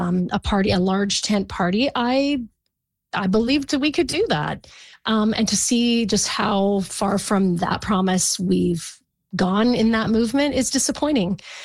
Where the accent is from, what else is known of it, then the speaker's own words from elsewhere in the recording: British Columbia, Canada; who we are as British Columbians and where we actually want this province to go.